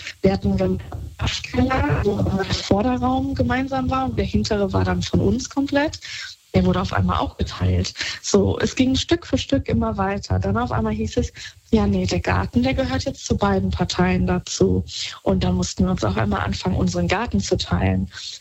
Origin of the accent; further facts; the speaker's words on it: Hesse, Germany; Ich komme ursprünglich aus dem Taunus und da haben wir in einem Zweifamilienhaus gelebt. Mein Kindheitshaus quasi. Also ich bin da aufgewachsen.